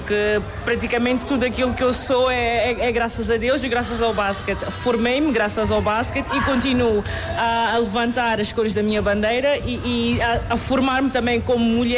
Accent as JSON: {"language": "Portuguese", "country": "Mozambique", "said": "sou moçambicana."}